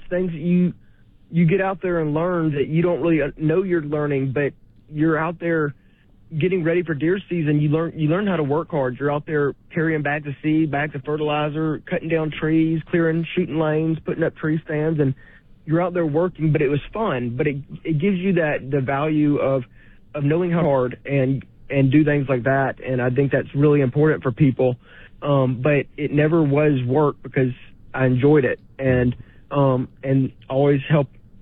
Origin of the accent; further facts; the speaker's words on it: Montgomery, Alabama, United States; It's the district I grew up in. I mean, I grew up in Montgomery, and we had hunting property over on Troy Highway, and it's where I grew up hunting and fishing, and I went to school at Auburn Montgomery.